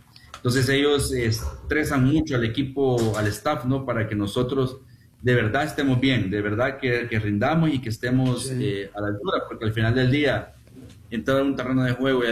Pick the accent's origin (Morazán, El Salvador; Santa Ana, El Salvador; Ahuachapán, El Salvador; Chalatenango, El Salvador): Santa Ana, El Salvador; Bueno, como soy de Santa Ana, yo entreno en las canchas del la ex Finca Modelo, creo que ustedes se van a ubicar, exacto. Salvadoreño.